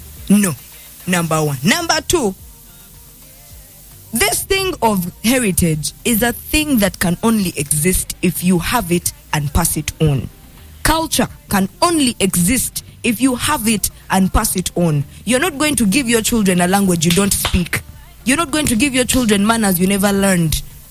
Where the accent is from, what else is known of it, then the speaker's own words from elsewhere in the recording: Uganda; I'm Ugandan.